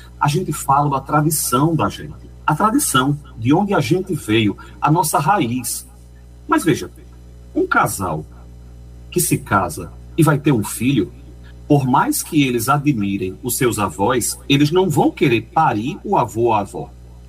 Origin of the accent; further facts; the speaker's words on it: Recife, Pernambuco, Brazil; eu sou de Recife, né?